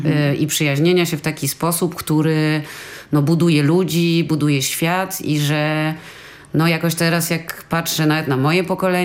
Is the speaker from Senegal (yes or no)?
no; France; now in Poland; w wyniku zawirowań polskiej współczesnej historii dorastałam we Francji, gdzie się znalazłam z rodzicami po stanie wojennym, a w zasadzie wcześniej nie mogłam wrócić. I dopiero odkryłam Polskę w latach 90. wczesnych